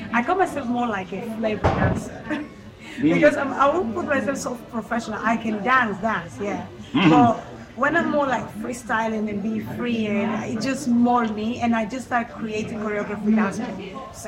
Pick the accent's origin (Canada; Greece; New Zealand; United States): Greece; Thessaloniki, Central Macedonia; I'm a Greek Nigerian. I was born and raised in Thessaloniki, Greece, by Nigerian parents.